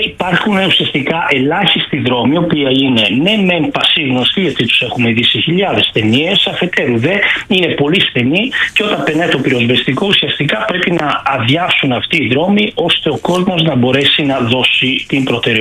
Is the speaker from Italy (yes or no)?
yes; Naples, Campania, Italy; now in Milan, Italy; εγώ κατάγομαι από την Νάπολη μέρη